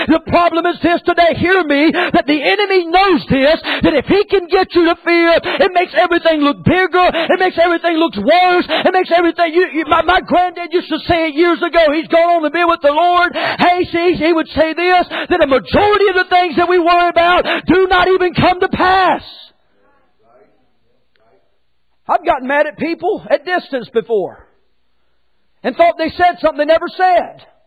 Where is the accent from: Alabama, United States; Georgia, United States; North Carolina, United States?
North Carolina, United States; I'm from North Carolina. We have woods there.